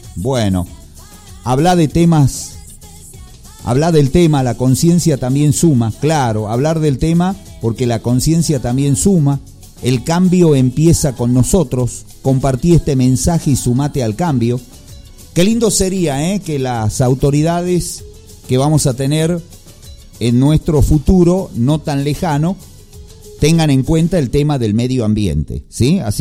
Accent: Argentina; así como nosotros tenemos nuestros argentinismos en nuestro idioma español

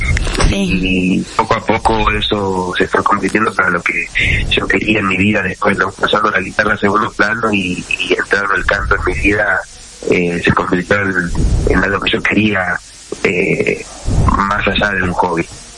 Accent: Salta, Argentina; also born or lived in Tucumán, Argentina; si bien yo soy nacido en Tucumán, me crié acá en Salta y me considero un salteño más.

